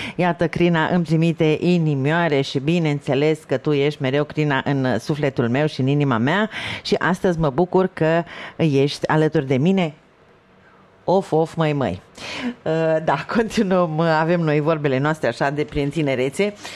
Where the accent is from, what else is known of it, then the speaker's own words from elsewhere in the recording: Bukovina, Romania; Să difuzăm un cântec de acasă, pentru că dacă nu cânt într-o zi Bucovina, nu sunt bucovineancă.